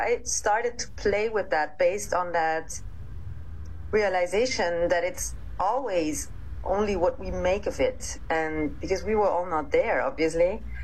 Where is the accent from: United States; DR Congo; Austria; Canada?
Austria; growing up in Austria, Sissi is everywhere.